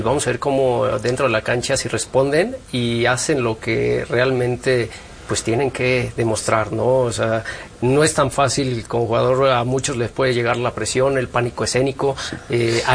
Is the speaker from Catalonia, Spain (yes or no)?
yes; Catalonia, Spain; Sí, sí. Somos catalanes.